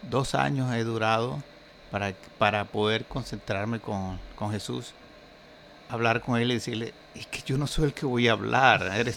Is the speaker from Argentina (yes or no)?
no; Barranquilla, Atlántico, Colombia; No, barranquillero puro.